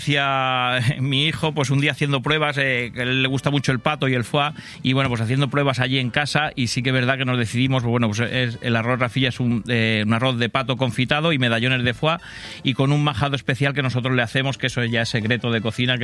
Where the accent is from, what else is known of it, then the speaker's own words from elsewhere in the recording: Huéscar, Andalusia, Spain; chuletillas de cordero que precisamente vienen de allí, de mi tierra, de Huéscar, de Granada, es un segureño.